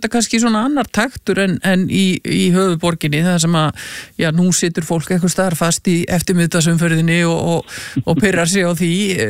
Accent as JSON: {"language": "Icelandic", "town": "Keflavík", "region": "Southern Peninsula", "country": "Iceland", "said": "Já, að því að sko sem Keflvíkingur þá segir maður auðvitað alltaf í Keflavík"}